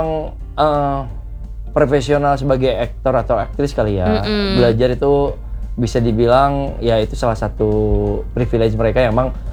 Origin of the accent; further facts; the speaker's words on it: Sukabumi, West Java, Indonesia; saat itu saya ditanya kan sebagai orang Sukabumi, sebagai Sundanese people.